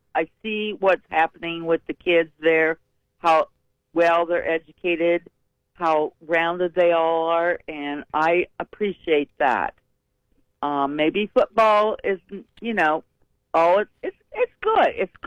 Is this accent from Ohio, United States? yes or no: yes; Ohio, United States; now in Plain Township, Stark County, Ohio, United States; I'm from Southern Ohio